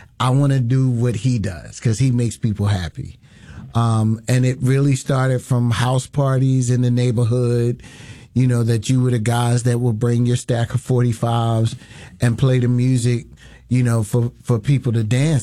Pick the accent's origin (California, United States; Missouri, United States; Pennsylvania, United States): Pennsylvania, United States; Philadelphia; born or raised there